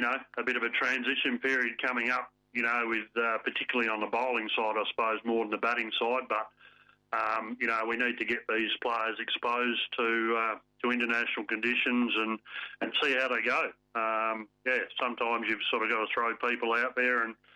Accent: Perth, Western Australia, Australia; born there; growing up on the Wacker

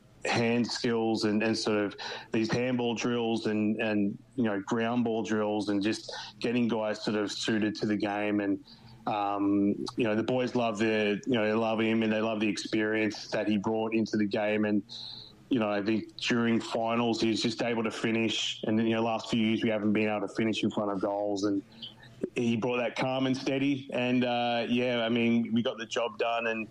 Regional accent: Melbourne, Victoria, Australia; accent: Australian; moved away; a bit of the Aussie culture keeps me, keeps my accent safe. And then obviously trips back home, mate, definitely help with that. I was just down in Melbourne, for Christmas, in January, visiting mum and dad.

